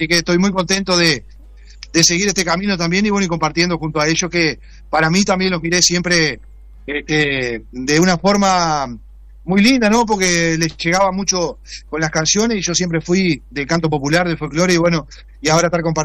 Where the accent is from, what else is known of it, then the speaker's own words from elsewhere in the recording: Santa Rosa, Argentina; oriundo toda mi vida, tengo 48 años, toda mi vida he estado ahí. Bueno, y ahora estoy muy contento también de estar en mi pueblo